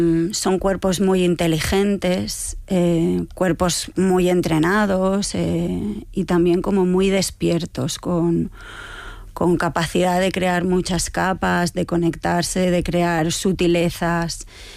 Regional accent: Spain; Tengo un poco de presión porque siendo directora española siempre miran a ver a quién invita y tal.

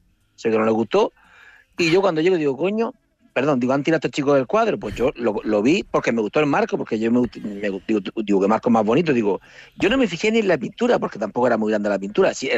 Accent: Murcia, Region of Murcia, Spain; soy de Murcia y tal.

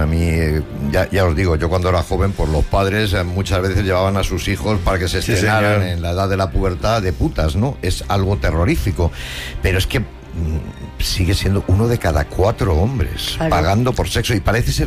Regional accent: Italy; Pero yo vengo de Italia, que no existe.

